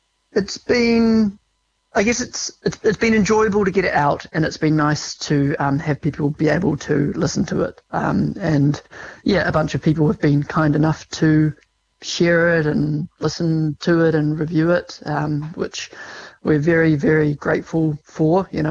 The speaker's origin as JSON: {"language": "English", "country": "New Zealand", "tie": "born there", "said": "the growing up in New Zealand"}